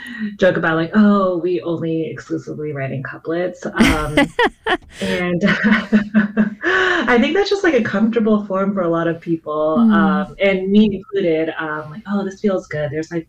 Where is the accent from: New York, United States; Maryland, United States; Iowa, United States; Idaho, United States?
Maryland, United States; moved away as an adult; also born or lived in Bloomington, Indiana / Cincinnati; now in Chicago, United States; I would like to think that I'm a Midwesterner for sure. I grew up in Maryland, but I've been in the Midwest since college. Since after college, and that was 2009 was when I graduated.